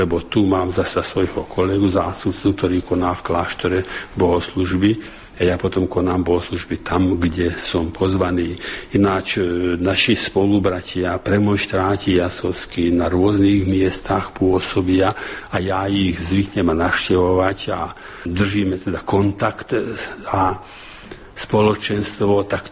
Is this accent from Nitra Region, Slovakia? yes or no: yes; Nitra Region, Slovakia; born there; Nie, ja som sa narodil pri Dunaji medzi Komárnom a Štúrovom, alebo medzi Komárnom a Ostrihomom, tak to Maďarsku to lepšie pochopia.